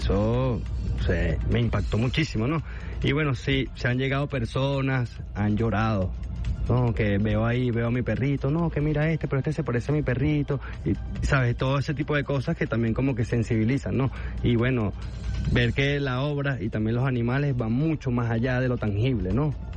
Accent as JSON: {"language": "Spanish", "country": "Venezuela"}